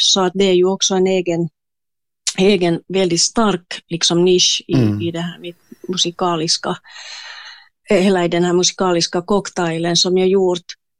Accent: Espoo, Uusimaa, Finland; jag är ju hemma från Esbo Kilo

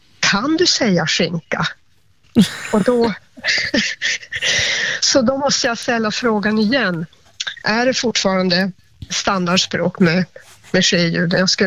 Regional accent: Norrland, Sweden; accent: Norrland; now in Stockholm, Sweden; Nu bor jag i Stockholm sedan 70-talet, så jag har inte kvar så mycket av min dialekt.

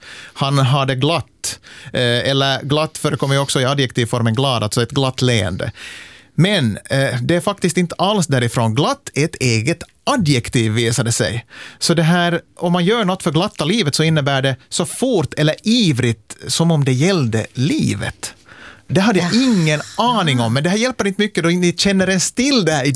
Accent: Ostrobothnia, Finland; det kan ju hända att det beror på att jag är från Österbotten

